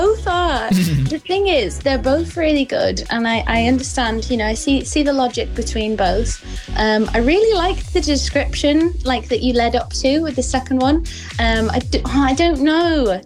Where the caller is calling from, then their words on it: Lake District, North West England, United Kingdom; I'm from the Lake District in Cumbria.